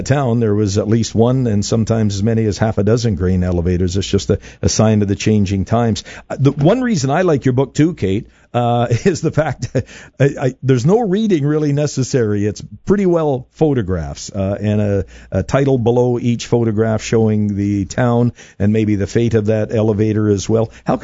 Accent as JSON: {"language": "English", "region": "Manitoba", "country": "Canada", "tie": "born or raised there", "said": "I know I can relate myself to a town near my hometown in southwest Manitoba."}